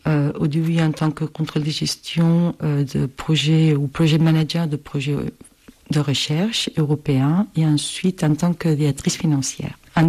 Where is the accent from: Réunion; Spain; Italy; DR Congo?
Spain; Barcelona, Catalonia; French is a second language; moved away as an adult; also born or lived in Canada; now in Dijon, France; je suis originaire de Barcelone, mais je me sens également très française et très dijonnaise.